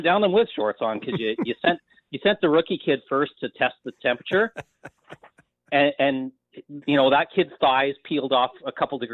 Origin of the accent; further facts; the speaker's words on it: Wallaceburg, Ontario, Canada; and I grew up in Wallaceburg down, further towards the St. Clair River.